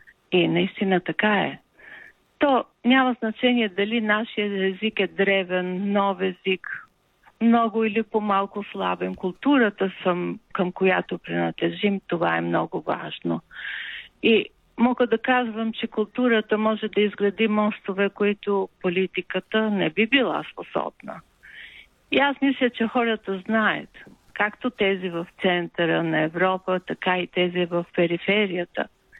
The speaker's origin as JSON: {"language": "Bulgarian", "town": "Tirana", "region": "Tirana County", "country": "Albania", "tie": "born or raised there", "said": "Странно, но аз съм се чувствала различна от моите връстници в Тирана, в родното ми място. И когато стъпих на земята на майка ми на 18 години, и тогава разбрах и усетих тобруджанските равнини"}